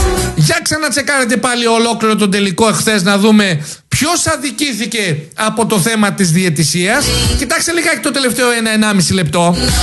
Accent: Greece; σαν Έλληνες

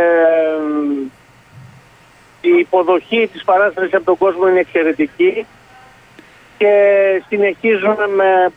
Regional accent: Paramythia, Epirus, Greece; Είμαι από την Παραμυθιά Θεσπρωτεία.

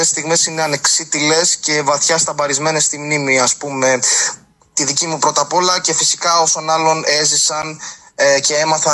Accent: Arta, Epirus, Greece; η καταγωγή μου είναι από την Άρτα.

